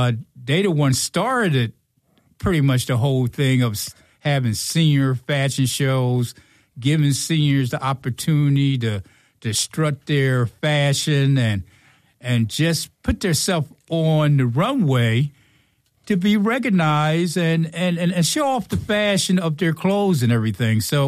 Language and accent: English; Darby, Pennsylvania, United States; also born or lived in Philadelphia; I do news, you know, about Sharon Hill, also my hometown, Darby. I live in Darby now.